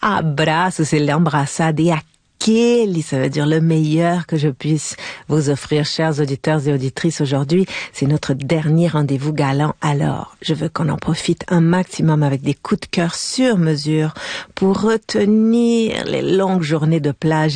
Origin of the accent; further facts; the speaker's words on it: Florianópolis, Santa Catarina, Brazil; moved away; Floripa, mon coin de pays